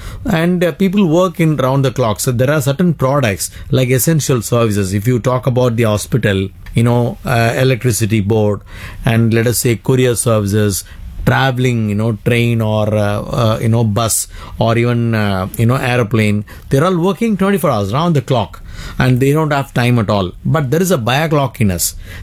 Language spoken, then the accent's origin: English; India; Let us say you're all Indian, you know, here. So there is a responsibility as an Indian that we need to do it.